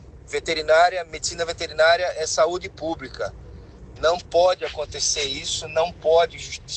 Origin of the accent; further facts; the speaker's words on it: Jundiaí, São Paulo, Brazil; Um abraço. Sou de Jundiaí.